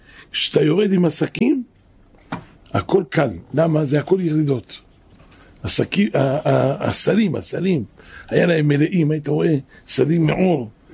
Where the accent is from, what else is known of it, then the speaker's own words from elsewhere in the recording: Jerusalem, Jerusalem District, Israel; אנחנו חיים פה, אנחנו גדלנו פה משאנחנו ילדים באזור הזה.